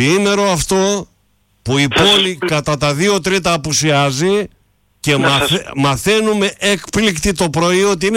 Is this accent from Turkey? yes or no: yes; Istanbul, Turkey; now in Greece; Εγώ είμαι από την Κωνσταντινούπολη, κύριε μου.